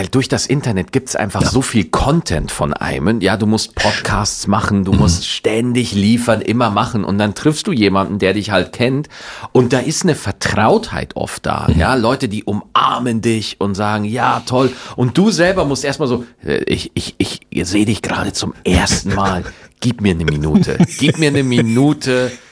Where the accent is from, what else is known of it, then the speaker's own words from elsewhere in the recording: Bavaria, Germany; je näher ich tatsächlich an meine Heimat Niederbayer komme, umso schneller hört man dann raus